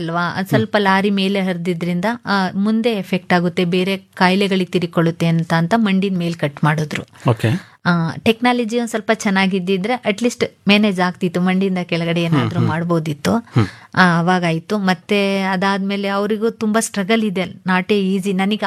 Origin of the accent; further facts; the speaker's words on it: Kanchugara Koppalu, Mysore district, Karnataka, India; ನಮ್ದು ಊರು ಕಂಚುಗಾರ ಕೊಪ್ಪಲು, ಕೆಆರ್ ನಗರ ತಾಲೂಕು, ಮೈಸೂರು ಡಿಸ್ಟ್ರಿಕ್ಟ್.